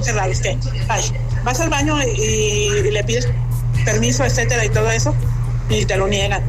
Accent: San Luis Potosí, Mexico; born there; dicen que los potosinos somos bien cerrados, la verdad. Pero bueno, serán, ¿eh? Los de aquí, yo también nací aquí, me considero también, porque yo soy potosina.

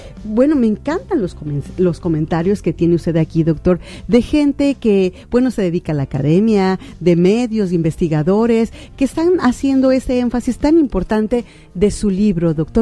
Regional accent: Sinaloa, Mexico; nos desafía directamente como mexicanos y sinaloenses

